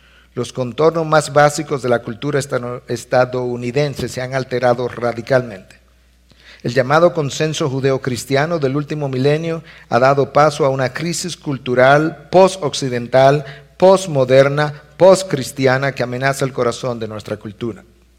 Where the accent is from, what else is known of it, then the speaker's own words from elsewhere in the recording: Dominican Republic; nuestros compatriotas dominicanos